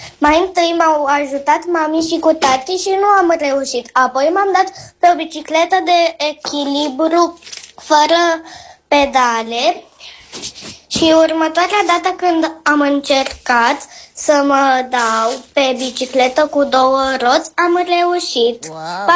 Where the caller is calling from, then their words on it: Bukovina, Romania; din Bucovina.